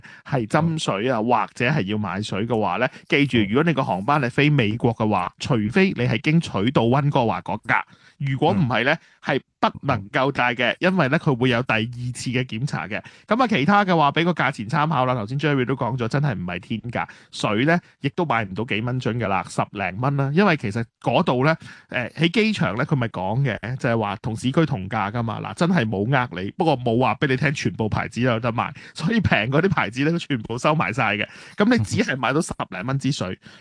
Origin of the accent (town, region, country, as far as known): Hong Kong